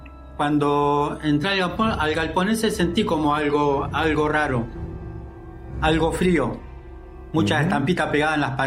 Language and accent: Spanish; Lanús, Buenos Aires Province, Argentina